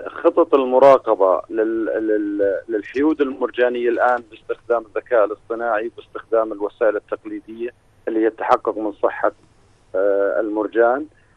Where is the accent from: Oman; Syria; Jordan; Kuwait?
Jordan; إحنا عندنا بالأردن